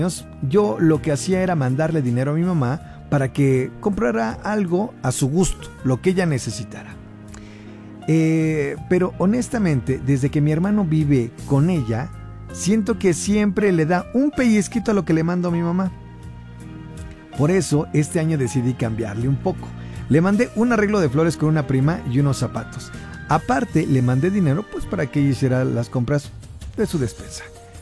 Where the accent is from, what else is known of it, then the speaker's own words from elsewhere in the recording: Oaxaca, Mexico; now in Puebla, Mexico; Yo soy de Oaxaca, pero por trabajo vivo aquí en Puebla.